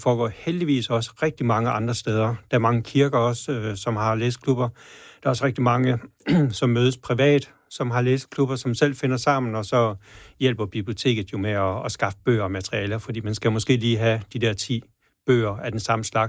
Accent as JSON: {"language": "Danish", "area": "Djursland", "region": "Central Denmark Region", "country": "Denmark", "tie": "born or raised there", "said": "da jeg voksede op på Djursland og var en lille dreng."}